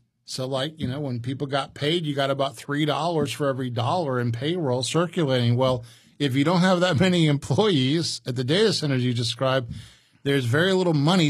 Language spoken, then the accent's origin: English; Indiana, United States; You're taller than me, but I grew up in Indiana playing basketball, among other things.